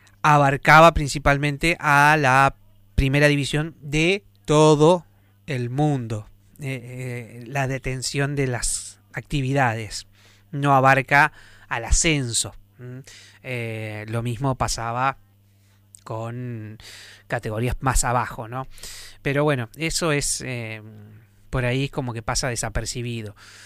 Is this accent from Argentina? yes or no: yes; Argentina